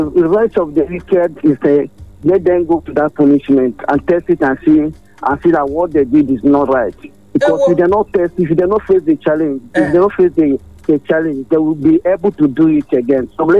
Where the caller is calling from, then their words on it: Wadata, Benue, Nigeria; This man of peace, I'm calling from Benue State.